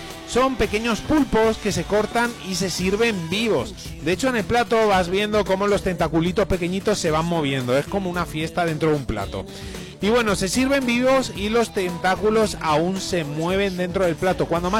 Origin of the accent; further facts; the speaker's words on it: Valencian Community, Spain; moved away; En Valencia es muy tradicional, en mi tierra, la carne de caballo